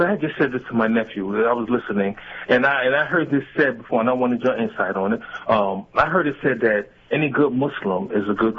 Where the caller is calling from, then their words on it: New Jersey, United States; also born or lived in New York; Well, actually, I moved from New York a few years back, so I'm calling from Southern New Jersey. I live out of Southern New Jersey now.